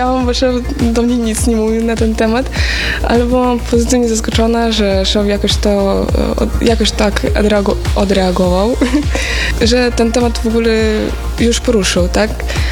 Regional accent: Ukraine; Polish is a second language; now in Poland; że jestem z Ukrainy

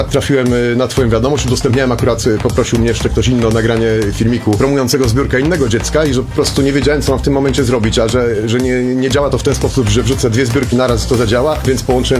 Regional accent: Łódź, Łódź Voivodeship, Poland; my jesteśmy tutaj z Łodzi

